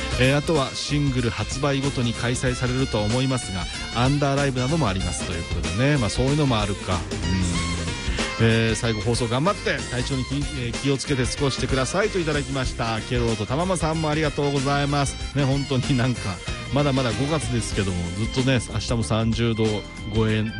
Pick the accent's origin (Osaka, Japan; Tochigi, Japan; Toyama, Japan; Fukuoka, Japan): Tochigi, Japan; Kaminokawa; 地元の栃木の上の川のね